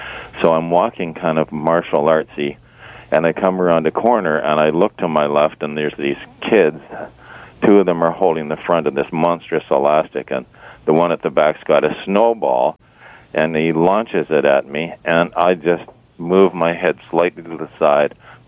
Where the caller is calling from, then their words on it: Toronto, Ontario, Canada